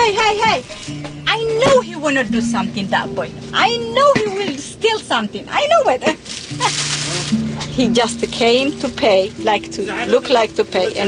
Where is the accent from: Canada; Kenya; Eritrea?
Eritrea; now in United States; I'm from Eritrea, East Africa And I came 1985 here